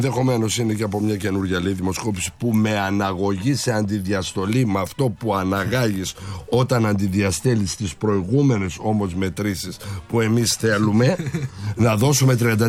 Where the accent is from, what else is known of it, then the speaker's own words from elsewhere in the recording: Crete, Greece; και επειδή είμαστε και από την Κρήτη, είμαστε και κριτικοί